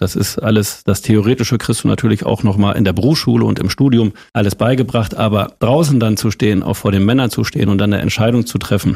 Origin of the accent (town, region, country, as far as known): Holthusen, Lower Saxony, Germany; born or raised there